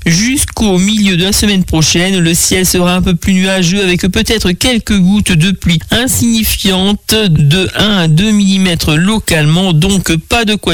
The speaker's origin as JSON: {"language": "French", "town": "Le Mans", "region": "Pays de la Loire", "country": "France", "said": "Ma première idée était de faire pareil du côté de la Sarthe, puisque je suis originaire du Mans."}